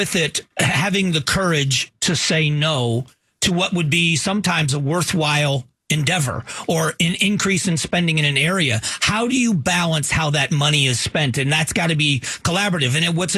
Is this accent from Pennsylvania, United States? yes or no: no; Florida, United States; now in Arizona, United States; And I grew up on airboats growing up in Florida